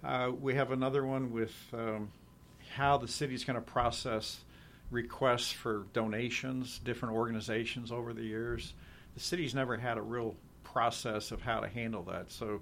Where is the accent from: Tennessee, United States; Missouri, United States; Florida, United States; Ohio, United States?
Missouri, United States; Warrensburg; We're just lucky to be in Warrensburg. I'm so happy to be living here in my hometown.